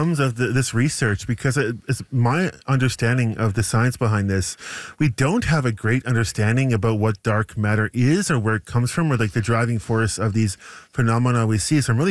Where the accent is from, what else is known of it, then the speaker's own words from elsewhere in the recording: Hay River, Northwest Territories, Canada; moved away as an adult; now in Yellowknife, Canada; I remember some years growing up in Hay River